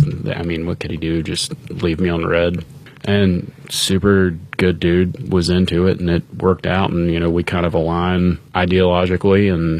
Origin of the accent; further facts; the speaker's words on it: Appalachia, United States; accent: Appalachian; But I'm also from Appalachia. We didn't grow up with everything, you know.